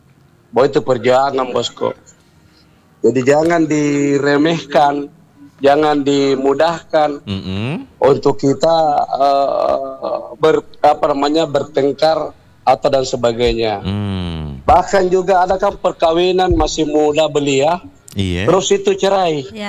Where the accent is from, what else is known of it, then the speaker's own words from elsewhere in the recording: Makassar, South Sulawesi, Indonesia; kita orang Makassar itu